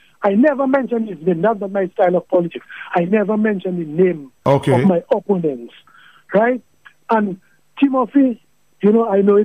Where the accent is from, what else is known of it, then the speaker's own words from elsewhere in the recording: Roseau, Saint George, Dominica; when I grew up in Goodwill area, mm-hmm. my parents had a shop